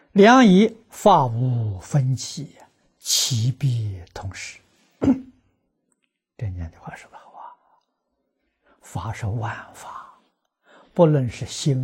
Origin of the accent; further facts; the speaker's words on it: China; 所以我们中国人共弥勒菩萨。